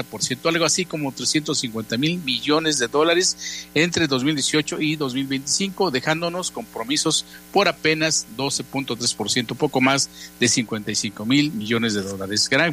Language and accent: Spanish; Mexico